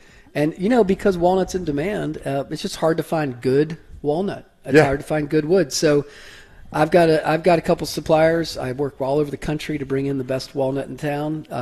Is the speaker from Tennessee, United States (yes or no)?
yes; Brentwood, Tennessee, United States; born or raised there; also born or lived in Nashville